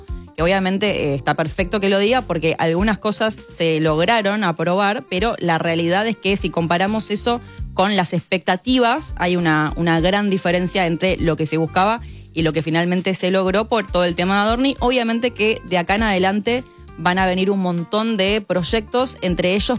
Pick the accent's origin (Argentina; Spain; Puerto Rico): Argentina; Formosa; Sí, yo soy de Formosa, así que ahí cerca.